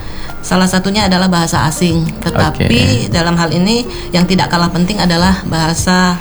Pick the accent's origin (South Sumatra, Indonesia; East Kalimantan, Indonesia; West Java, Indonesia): South Sumatra, Indonesia; Palembang; Saya nih memang orang tua Jawa ya, tapi besarnya lahirnya di Palembang.